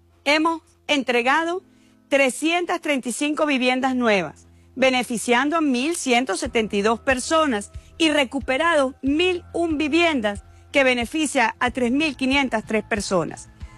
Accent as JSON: {"language": "Spanish", "country": "Venezuela", "said": "Como venezolana, que me ha ocupado estos meses dirigir acción a los desafíos que nos preocupan como país"}